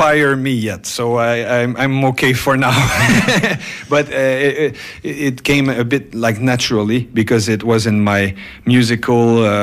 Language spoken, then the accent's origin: English; Quebec, Canada; first language fr; English is a second language; let's say, the province of Quebec is all French. So my first language is French, and I had to learn English when we were on tour because we never speak English in Quebec.